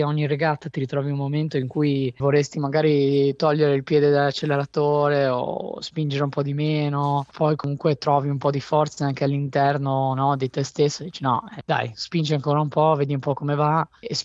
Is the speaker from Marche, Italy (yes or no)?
no; Trieste, Friuli-Venezia Giulia, Italy; moved away as an adult; now in United States; Sono nato e cresciuto a Trieste, però ho viaggiato tantissimo